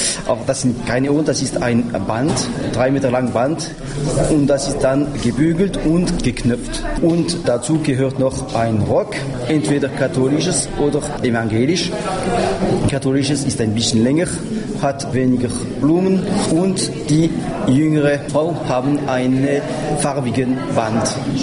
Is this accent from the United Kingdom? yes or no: no; Biesheim, Grand Est, France; Wir sind Elsässer. Elsass ist eine kleine Region ganz Norden von Frankreich. Und Elsass war manchmal Deutsch, manchmal Französisch, manchmal Deutsch, manchmal Französisch.